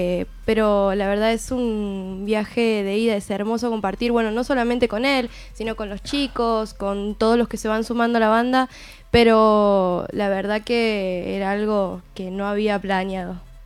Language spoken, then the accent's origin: Spanish; Santiago del Estero, Argentina; now in Buenos Aires, Argentina; Vivíamos en Buenos Aires. Nosotros somos de ahí, de Santiago, pero vivimos en Buenos Aires.